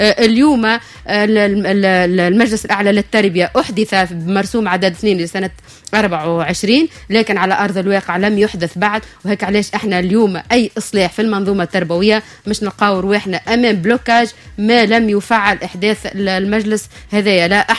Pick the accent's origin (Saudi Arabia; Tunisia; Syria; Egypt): Tunisia; أنا كمشرع تونسي، أنا كعضو مجلس نواب الشعب … عضو في لجنة التربية